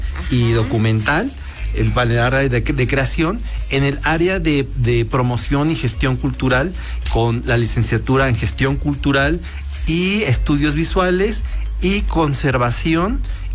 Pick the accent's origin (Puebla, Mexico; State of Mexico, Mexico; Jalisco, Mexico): Puebla, Mexico; Bien, pues muy contentos como muchos poblanos como tú, que, amantes del arte y la cultura.